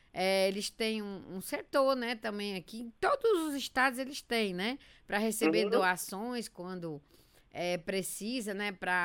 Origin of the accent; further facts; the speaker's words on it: Fortaleza, Ceará, Brazil; Eu sou de prova, porque eu sou de lá de Fortaleza.